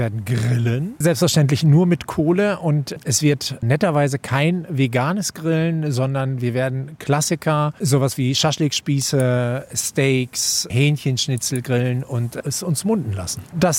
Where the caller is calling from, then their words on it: Halle, Saxony-Anhalt, Germany; ich komme aus Halle